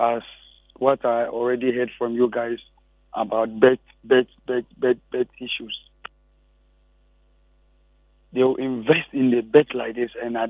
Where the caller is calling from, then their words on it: Accra, Greater Accra, Ghana; I'm just from Accra.